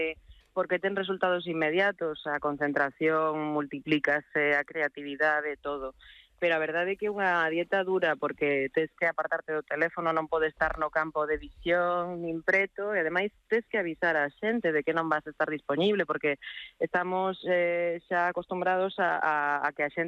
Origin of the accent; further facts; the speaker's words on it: Galicia, Spain; now in Madrid, Spain; Eu son super galega. A verdade é que aínda que vivo en Madrid, cada vez estou máis en Galicia, sempre estou cun pé na casa.